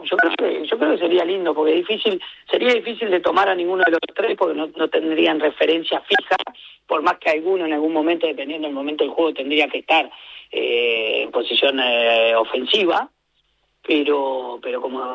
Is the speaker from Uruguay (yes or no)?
yes; Uruguay; nosotros siendo uruguayos tenemos la obligación